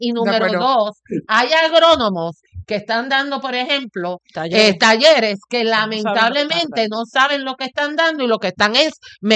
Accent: Puerto Rico

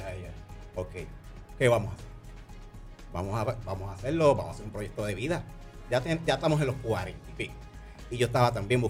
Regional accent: Loíza, Puerto Rico; Yo soy natural de Loíza.

